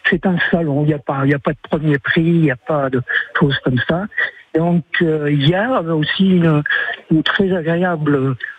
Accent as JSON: {"language": "French", "town": "Hénin-Beaumont", "region": "Hauts-de-France", "country": "France", "said": "Oui, bonjour, je suis d'Hénin Beaumont, mais je suis actuellement à Vannes"}